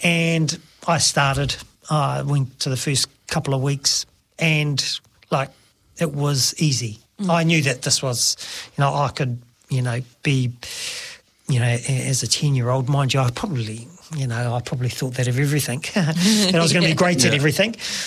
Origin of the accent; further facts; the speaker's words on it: Palmerston North, Manawatū-Whanganui, New Zealand; I was born and bred here in Palmerston North in the Manawatū. My parents were young parents. And so they had five boys.